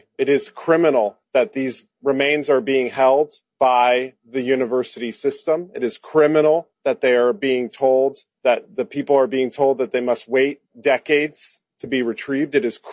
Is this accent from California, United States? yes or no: yes; Silicon Valley, California, United States; I come from Silicon Valley and originally part of the Muwekma Ohlone.